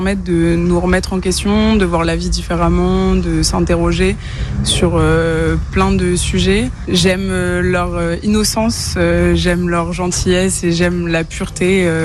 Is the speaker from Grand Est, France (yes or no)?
yes; Nancy, Grand Est, France; moved away as an adult; now in Nice, France; Je me suis retrouvée ici pour poursuivre mes études, pour devenir institutrice. Je viens de Nancy.